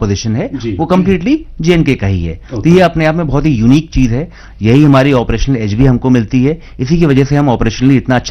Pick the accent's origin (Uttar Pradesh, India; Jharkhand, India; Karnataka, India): Uttar Pradesh, India; Lucknow; मैं मूलतः लखनऊ का रहने वाला हूं and I come from academically oriented family